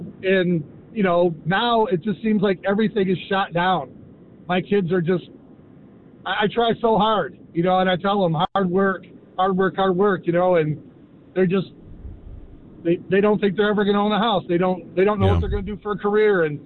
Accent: Detroit, Michigan, United States; I'm from the Detroit area.

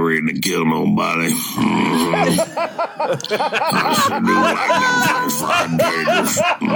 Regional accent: Midwest, United States; Growing up in the Midwest, yep, we had them.

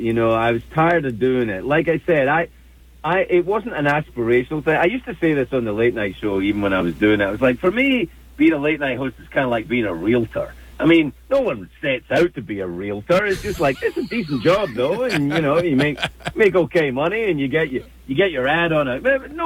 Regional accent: Scotland, United Kingdom; moved away as an adult; now in United States; I grew up in another country, so I grew up in Scotland

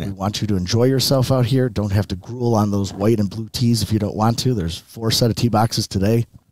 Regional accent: Tonawanda, New York, United States; I grew up in the Tonawanda area

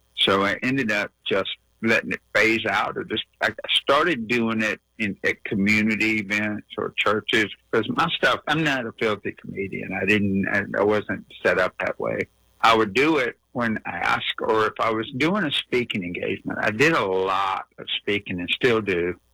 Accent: North Carolina, United States; born or raised there

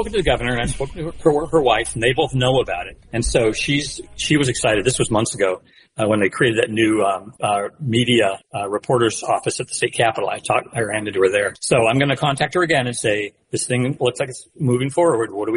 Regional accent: Ireland; And then I came up with Limerick because I'm an Irishman, and there's a town called

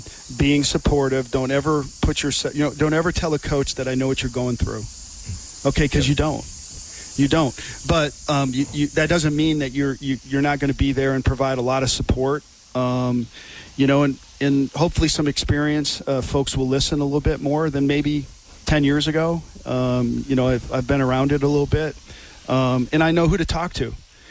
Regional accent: Wisconsin, United States; I grew up here. This is a special, iconic place.

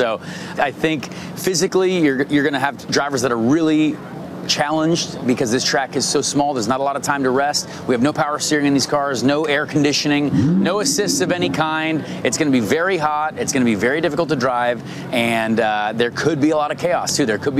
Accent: Indiana, United States; I'm born and raised in Indiana, so I've always had a heart for the Indy 500, and thankfully I've been able to do it for a long time.

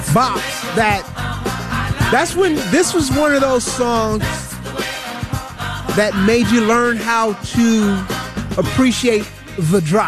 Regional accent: Connecticut, United States; I had to be maybe 5-6 years old, so I was in Connecticut, growing up in Connecticut.

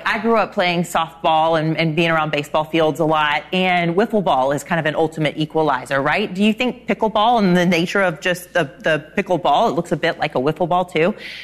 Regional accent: Charlotte, North Carolina, United States; I'm from Charlotte, North Carolina

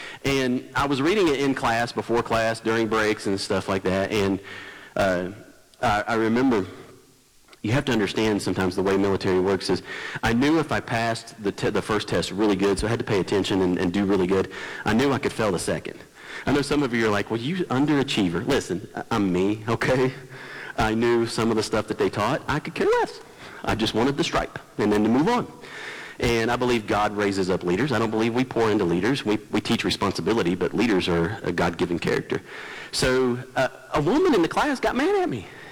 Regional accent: West Virginia, United States; I'm from West Virginia.

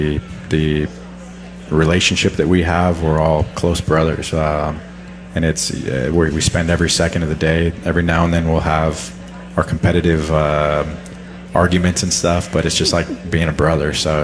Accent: California, United States; we never had growing up in California.

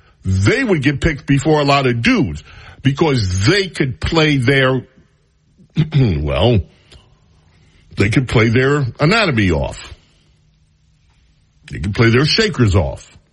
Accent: New York City, New York, United States; When I was growing up in St. Albans, Queens, New York, part of Jamaica, New York, we used to go play basketball.

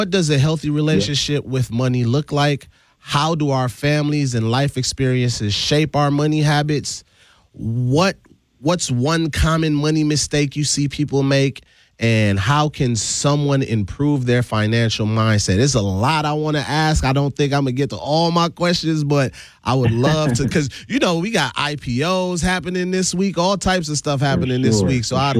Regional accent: U.S. Virgin Islands; now in United States; I know I don't take it for granted being born and raised in the Virgin Islands and moving to Wisconsin weather.

